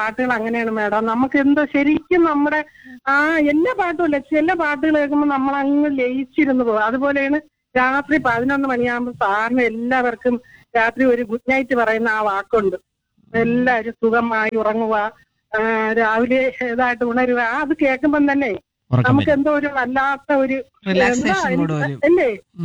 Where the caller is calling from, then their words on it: Vembannur, Kerala, India; വിളിക്കുന്നത് വെമ്പന്നൂര് വികാസ് നഗർ എന്ന് പറയും, നമ്മുടെ പ്രോപ്പർ വികാസ് നഗർ ആണ്.